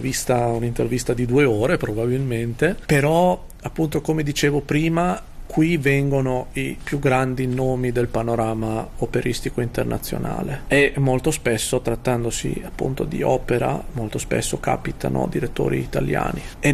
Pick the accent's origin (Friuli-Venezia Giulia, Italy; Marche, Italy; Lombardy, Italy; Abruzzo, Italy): Lombardy, Italy; Como; accent: Como; io sono di Como. Infatti ho appena detto che io sono di Como, ma forse dovrei dire che io sono di Como. Da Como tutte le E che noi diciamo sono sbagliate, come in Ticino